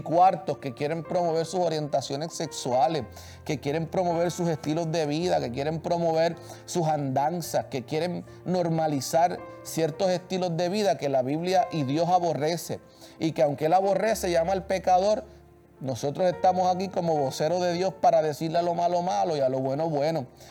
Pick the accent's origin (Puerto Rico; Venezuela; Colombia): Puerto Rico; ya el lunes estoy de regreso en mi país, en la Isla del Cordero, país de bendición.